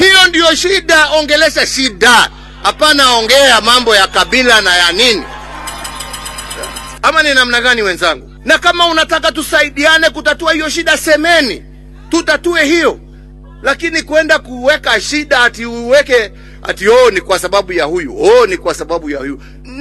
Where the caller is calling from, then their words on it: Kenya; sisi ni Wakenya na tunapenda nchi yetu